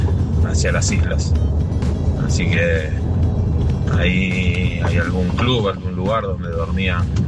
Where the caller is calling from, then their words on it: Pontevedra, Buenos Aires Province, Argentina; de Pontevedra